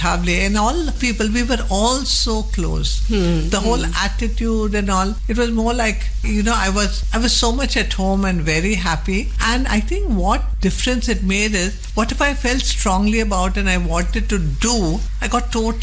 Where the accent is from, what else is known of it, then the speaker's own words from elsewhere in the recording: Karnataka, India; English is a second language; they were surprised that I could even speak English because I came from Karnataka. You know, wondering which part I came from.